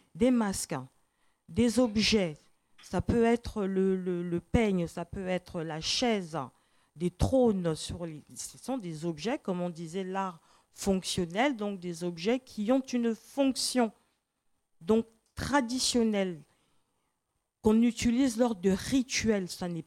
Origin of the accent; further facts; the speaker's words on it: Gabon; now in France; Et moi, je suis originaire du Gabon.